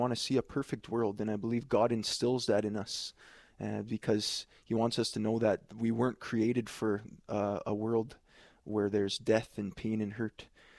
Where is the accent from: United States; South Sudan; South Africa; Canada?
Canada; Kikino, Alberta; I'm from Kikinaw, Alberta. It's a Métis settlement about 40 kilometers south of Lac La Biche.